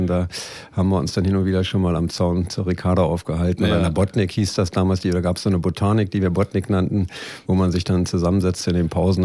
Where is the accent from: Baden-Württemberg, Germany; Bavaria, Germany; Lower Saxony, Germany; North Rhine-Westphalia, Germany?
Lower Saxony, Germany; Braunschweig; meine Familie wohnt schon seit ja wirklich hunderten von Jahren in Querum. Ich bin alter Querumer und damit auch alter Braunschweiger, bin hier aufgewachsen. Die Wurzeln liegen so ein bisschen in der Landwirtschaft, wohne auf dem, ja, früher war es ein großer Bauernhof, heute ist es ein kleiner